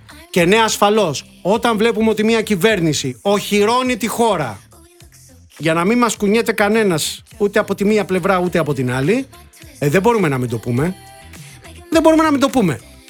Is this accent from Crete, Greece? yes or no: yes; Crete, Greece; Εγώ είμαι από Κρήτη.